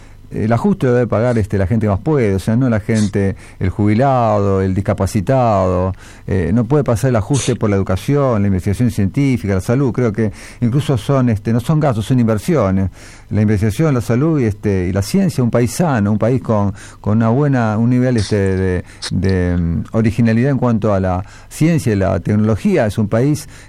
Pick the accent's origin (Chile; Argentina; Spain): Argentina; hicimos las cosas muy mal como argentinos.